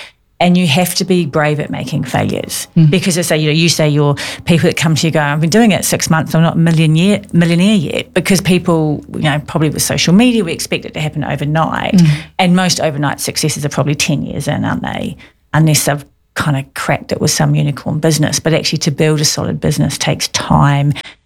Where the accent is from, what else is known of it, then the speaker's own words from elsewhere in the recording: Essex, East of England, United Kingdom; I'm from Essex.